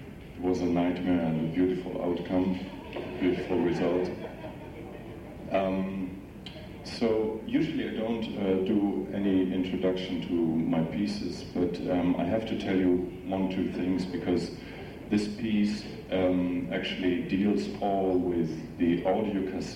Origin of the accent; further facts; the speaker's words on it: Hamburg, Germany; English is a second language; I come from Hamburg, all the way far away.